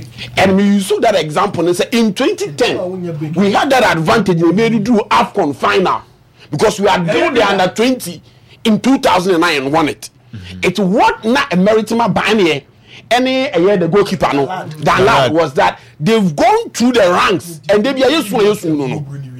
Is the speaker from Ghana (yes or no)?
yes; Ghana; me as a fan, as a Ghanaian